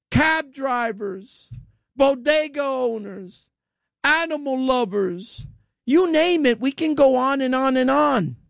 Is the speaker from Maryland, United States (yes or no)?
no; New York, United States; I don't know what kind of New Yorker you are, because I'm a New Yorker.